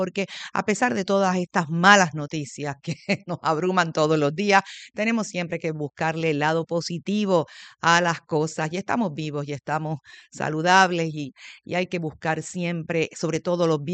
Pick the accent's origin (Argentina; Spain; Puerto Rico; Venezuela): Puerto Rico; nosotros aquí en esta tierra boricua